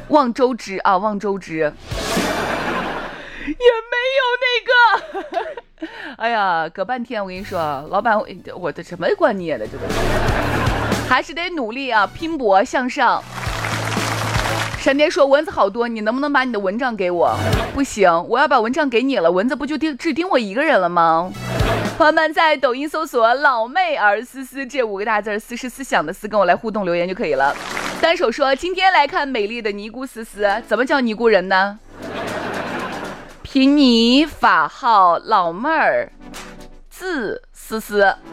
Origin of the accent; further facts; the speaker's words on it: Shaanxi, China; 我们陕西方言女招